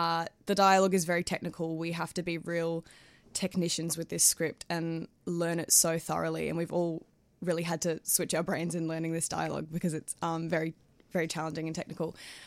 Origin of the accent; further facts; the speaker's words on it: Perth, Western Australia, Australia; moved away; I have family who are based in regional Australia. I'm originally from Perth, Western Australia.